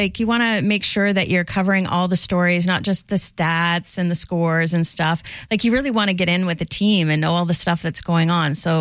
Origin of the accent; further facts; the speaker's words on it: Calgary, Alberta, Canada; I grew up in Calgary